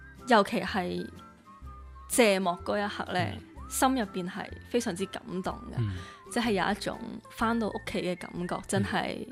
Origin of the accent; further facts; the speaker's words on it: Macau; 我和麦思玉一样都是土生土长的澳门人，跟着出去打拼拼搏